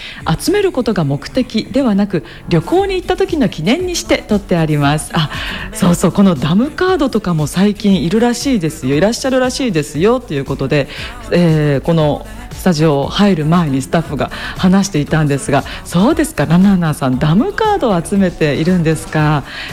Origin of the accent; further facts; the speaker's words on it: Kawaguchi, Saitama, Japan; バッククロージャーは私の地元埼玉県川口市の企業が国内消費の 100% を作っています。